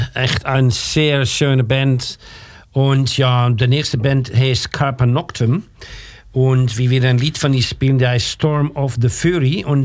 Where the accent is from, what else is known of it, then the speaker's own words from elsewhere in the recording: Jena, Thuringia, Germany; now in Amsterdam, Netherlands; ich komme aus Jena